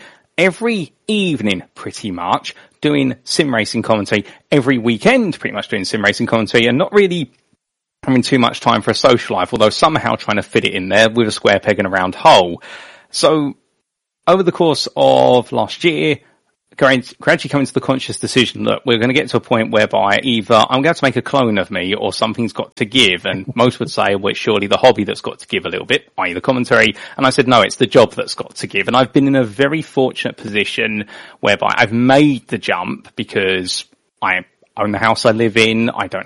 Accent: United Kingdom; I was very sheltered because, of course, growing up in the United Kingdom and watching British motorsport and Formula One, you only know the circuits they go

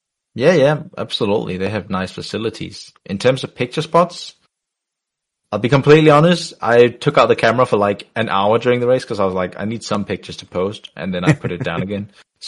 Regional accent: Denmark; I'm from Denmark as well. I live in Denmark, which is like winter, 8 months of the year.

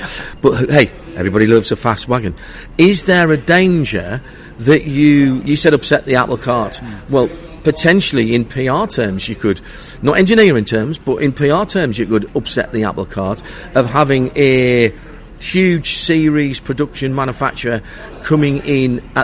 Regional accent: Sunderland, North East England, United Kingdom; Just this week, up in my hometown in Sunderland, the biggest car manufacturing plant in the UK is Nissan.

